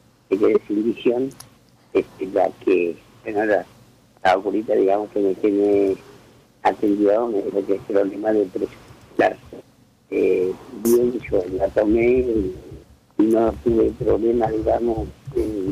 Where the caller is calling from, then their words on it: Arroyo Seco, Santa Fe, Argentina; Ahora estoy en Arroyo Seco, estoy en mi casa.